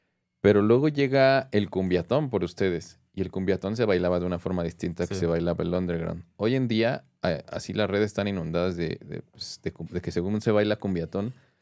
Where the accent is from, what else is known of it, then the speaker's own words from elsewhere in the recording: Pantitlán, Mexico City, Mexico; Yo soy de Panditlán